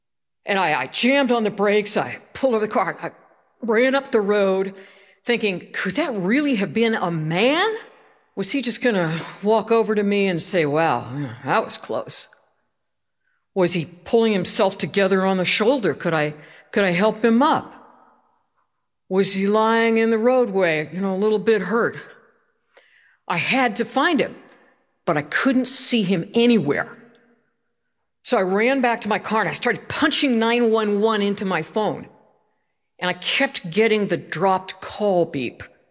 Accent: East Coast, United States; also born or lived in California; I spent about half my life on the East Coast. I'm from the East Coast. about half my life in California.

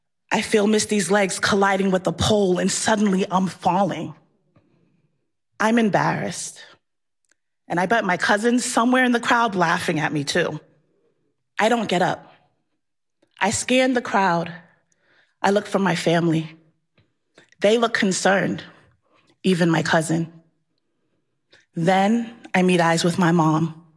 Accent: Boston, Massachusetts, United States; born there; I was born in Boston with Caribbean roots.

